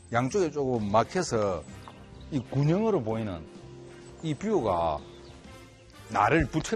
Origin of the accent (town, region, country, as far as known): Namhae, South Gyeongsang, South Korea; born or raised there; moved away